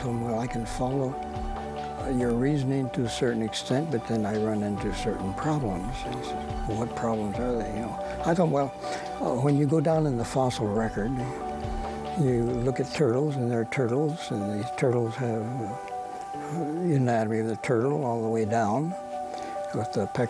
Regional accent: Haiti; moved away; also born or lived in Switzerland / France; I was born in Switzerland, grew up there for a few years, went to France for 1 year, and then went to Haiti, where I spent most of my young childhood and mid-years of youth there.

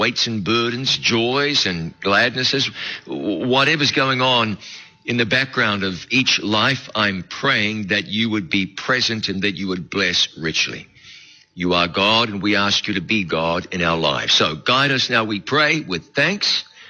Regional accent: New Zealand; moved away; also born or lived in California; I was raised in New Zealand. I've been through a few of these. I lived in California.

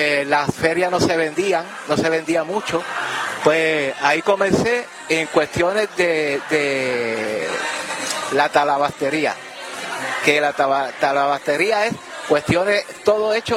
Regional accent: Añasco, Puerto Rico; Yo soy natural de aquí, de Añasco.

